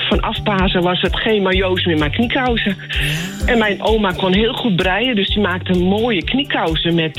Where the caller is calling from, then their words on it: Julianadorp, North Holland, Netherlands; Ik woon in Julianadorp.